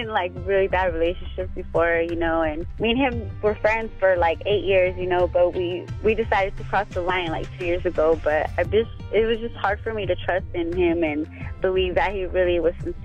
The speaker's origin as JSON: {"language": "English", "town": "Auburn", "region": "California", "country": "United States", "said": "Hi, I'm from Auburn, California."}